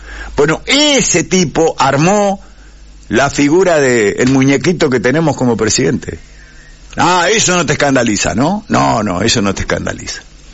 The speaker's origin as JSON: {"language": "Spanish", "country": "Argentina"}